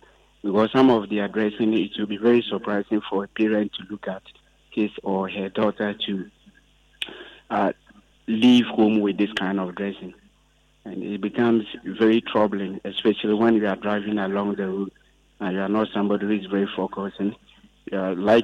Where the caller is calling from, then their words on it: Arusha, Tanzania; I'm speaking from Asusha.